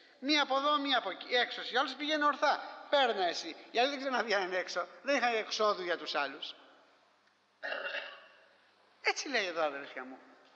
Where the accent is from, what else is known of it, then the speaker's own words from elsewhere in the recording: Corfu, Ionian Islands, Greece; στην Κέρκυρα, στην πατρίδα μου, όταν ήμασταν παιδιά